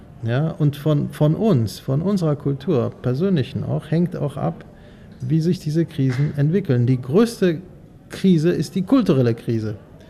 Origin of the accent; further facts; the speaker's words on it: Gdańsk, Pomeranian Voivodeship, Poland; In meiner Heimatstadt Danzig die Verständigung mit skandinavischen Ländern